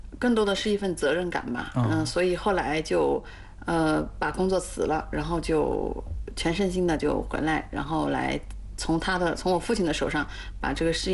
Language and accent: Chinese; Qianshan, Anhui, China; moved away; also born or lived in Shenzhen; 我就带着小孩想回来，就是休息一段时间，回到我的老家安庆潜山